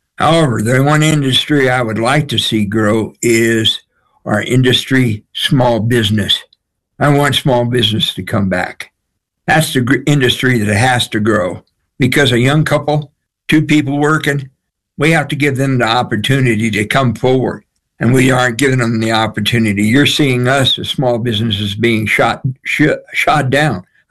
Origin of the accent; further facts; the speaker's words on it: Cheyenne, Wyoming, United States; born there; First of all, I'm a third-generation working man in the state of Wyoming. I was born in Cheyenne in 1950. My father was born in Laramie. My mother was born in Cotier, Wyoming. So Cotier doesn't exist anymore. It was between Huntley and Torrington.